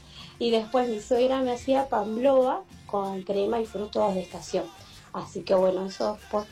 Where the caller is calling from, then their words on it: Gregorio de Laferrere, Buenos Aires Province, Argentina; de la Ferrere